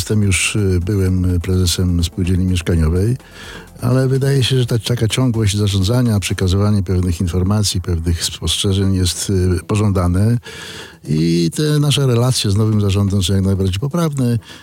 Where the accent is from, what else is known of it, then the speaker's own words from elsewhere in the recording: Szczecin, West Pomeranian Voivodeship, Poland; jestem też szczecinianinem